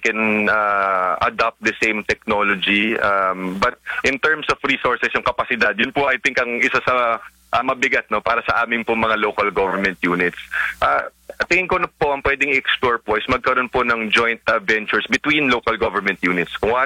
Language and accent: Tagalog; Cagayan Valley, Philippines; For example, na lang po sa amin sa Cagayan Valley.